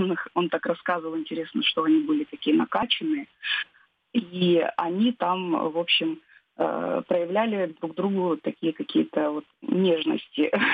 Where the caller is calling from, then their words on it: Denmark; я вам звоню из Дании.